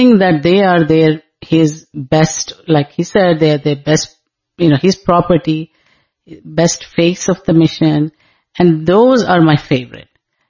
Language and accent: English; India; I'm an Indian, and I went to a school that was very much a Indian school